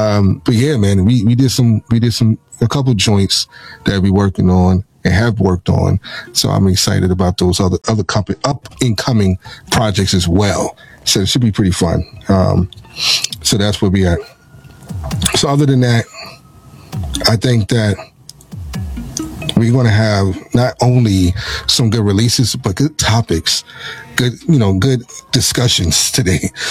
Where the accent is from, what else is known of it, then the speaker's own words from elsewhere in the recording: New York City, New York, United States; I'm from Harlem